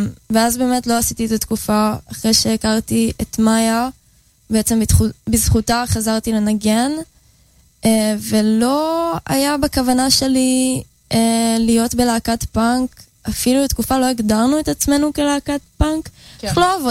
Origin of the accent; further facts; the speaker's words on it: Jaffa, Tel Aviv District, Israel; אז אני מיפו במקור, מאג'מי.